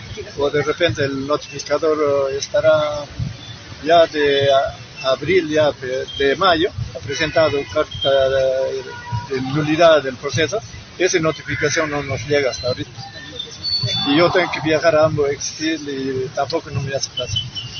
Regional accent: Huánuco, Peru; Yo soy de Ovas

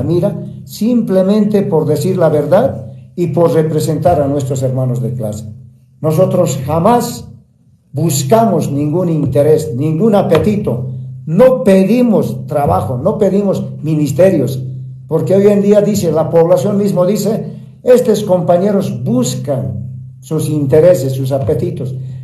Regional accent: Bolivia

